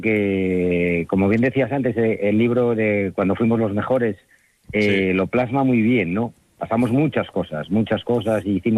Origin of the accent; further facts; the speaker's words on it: Asturias, Spain; Ahí estamos, somos asturianos todos.